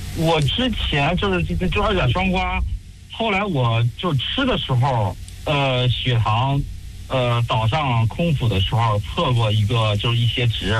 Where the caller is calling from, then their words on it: Shijiazhuang, Hebei, China; 我是石家庄的听众。